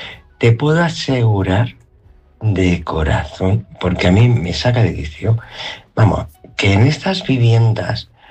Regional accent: Spain; Yo, gracias a Dios, soy española.

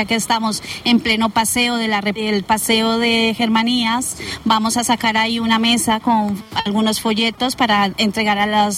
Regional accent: Colombia; moved away; Sí, soy de Colombia, país hermano.

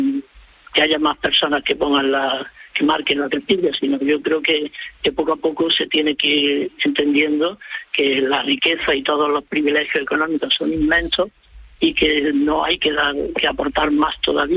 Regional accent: Córdoba, Andalusia, Spain

